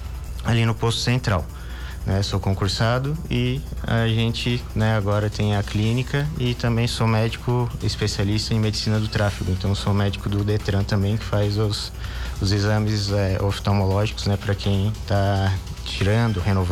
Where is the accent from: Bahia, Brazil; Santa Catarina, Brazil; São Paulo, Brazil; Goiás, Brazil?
Santa Catarina, Brazil; Criciúma; moved away as an adult; now in São Joaquim, Brazil; Eu sou natural de Criciúma, mas já moro aqui em São Joaquim há 6 anos, né? Eu cheguei aqui em 2020, antes da pandemia ainda, né?